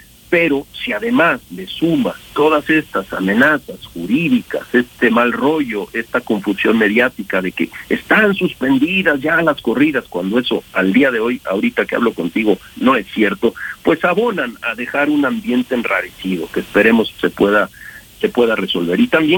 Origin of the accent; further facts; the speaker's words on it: Mexico; nos da un rasgo de identidad como mexicanos.